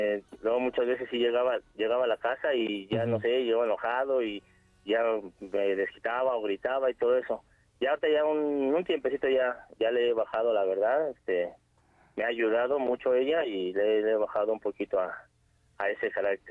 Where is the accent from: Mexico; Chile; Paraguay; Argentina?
Mexico; Tlalnepantla, State of Mexico; Bueno, yo de hecho soy ahí de Tlanepantla.